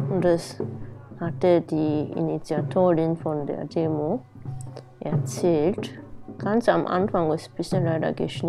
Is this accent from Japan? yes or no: yes; Japan; moved away; ich bin Japanerin